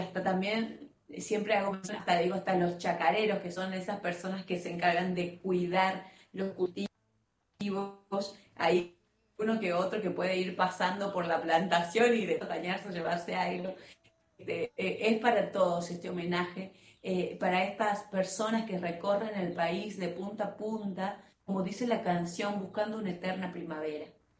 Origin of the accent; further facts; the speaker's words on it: Colonia Santa Rosa, Salta, Argentina; born there; La cantora salteña del norte de Salta, de Colonia Santa Rosa, ahí nací, empezó mi canto